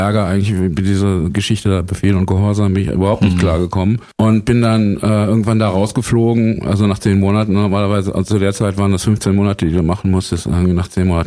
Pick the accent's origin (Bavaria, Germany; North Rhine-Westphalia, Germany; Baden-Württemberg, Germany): North Rhine-Westphalia, Germany; Herford; now in Berlin, Germany